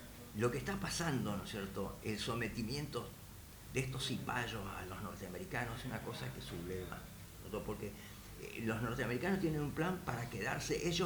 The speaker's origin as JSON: {"language": "Spanish", "region": "Galicia", "country": "Spain", "moved": "yes", "said": "en el caso mío, yo soy gallego, así que soy celta también."}